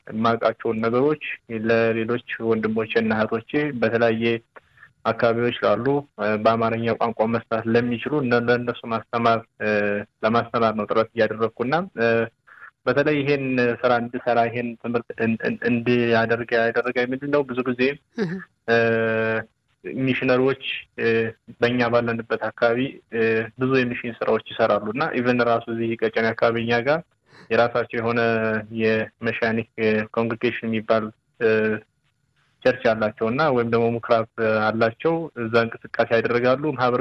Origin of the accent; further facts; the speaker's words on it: Shewa, Ethiopia; born there; now in Addis Ababa, Ethiopia; የተወለድኩት ወደ ሸዋ አካባቢ ክፍለ ሀገር ላይ ነው እና እዛ የተወሰነ ጊዜ እዛ ኖር ያለው። ከዛ ወደዚህ ሙቭ አድርገን እዚህ አዲስ አበባ ከመጣን በኋላ እዚህ አዲስ አበባ ላይ ነው እየኖርኩ ያለሁት።